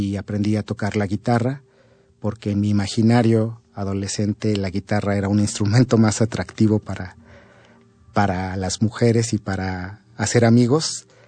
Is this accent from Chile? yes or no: no; Mexico; soy compositor mexicano